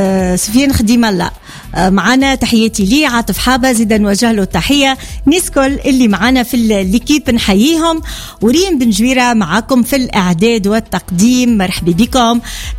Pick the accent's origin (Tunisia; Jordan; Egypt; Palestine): Tunisia